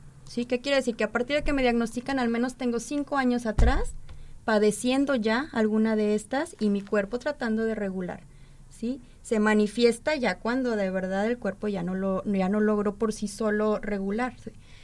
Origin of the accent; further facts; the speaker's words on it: Zacatecas, Mexico; moved away as an adult; now in Poza Rica, Mexico; Yo vengo de Zacatecas, una región totalmente distinta a Poza Rica, Veracruz, y me he dado la tarea en este mes y medio que tengo aquí